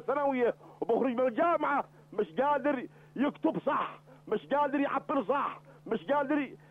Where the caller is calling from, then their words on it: Yemen; عندنا في اليمن